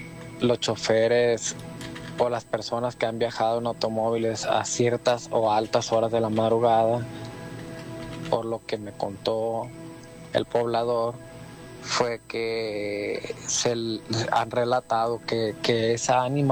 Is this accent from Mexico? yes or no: yes; Sinaloa, Mexico; No sé si será algún relato, porque la verdad, con todo respeto, yo no soy de esos lugares. Yo soy de Sinaloa.